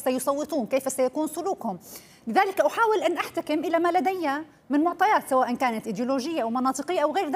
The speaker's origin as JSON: {"language": "Arabic", "country": "Syria", "said": "أنا اليوم كسورية"}